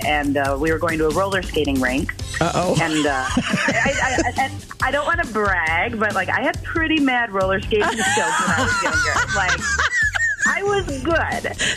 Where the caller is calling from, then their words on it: McFarland, Wisconsin, United States; I'm from McFarland.